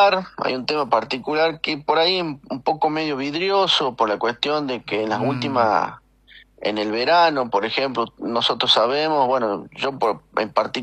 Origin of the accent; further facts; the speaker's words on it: Tucumán, Argentina; Es normal de que si vienen a mi pueblo o vayan al pueblo que quieran en Tucumán y en el país